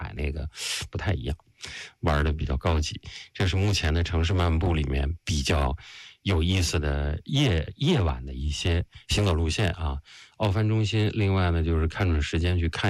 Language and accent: Chinese; Tianjin, China; 我是天津人，但是我从小就没怎么进到过民园。